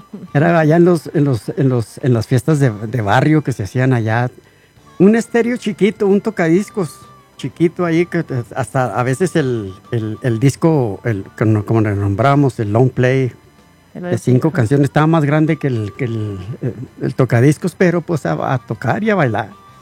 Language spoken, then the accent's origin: Spanish; Ciudad Juárez, Chihuahua, Mexico; born there; moved away; allá en Juárez, puro desierto